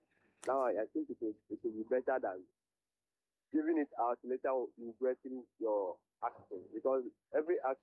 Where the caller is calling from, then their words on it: Accra, Greater Accra, Ghana; I'm speaking from Airport Residential right now.